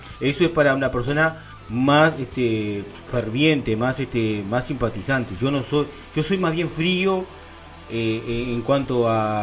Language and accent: Spanish; Uruguay; born there; me crié cercano al Grossi Dutra